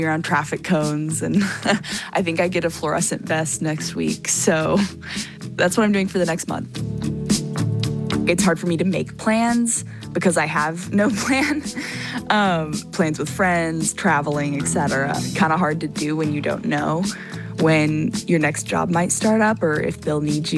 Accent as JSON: {"language": "English", "town": "Nashville", "region": "Tennessee", "country": "United States", "tie": "born or raised there", "said": "And so right now I'm in Nashville, Tennessee, which is my hometown."}